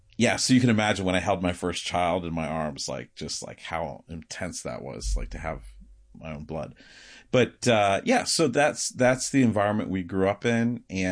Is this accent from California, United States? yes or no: no; Michigan, United States; So I grew up in Michigan